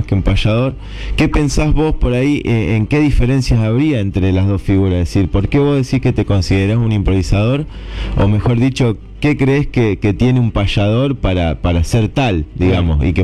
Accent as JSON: {"language": "Spanish", "town": "Acebal", "region": "Santa Fe", "country": "Argentina", "said": "No sé si han andado por Acebal, yo soy de Acebal."}